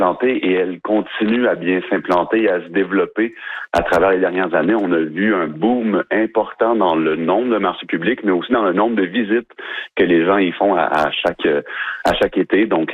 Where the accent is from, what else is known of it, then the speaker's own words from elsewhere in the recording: Trois-Rivières, Quebec, Canada; On le sait qu'à Trois-Rivières, moi, je suis natif de Trois-Rivières, là, je sais que c'est un sujet qui revient souvent.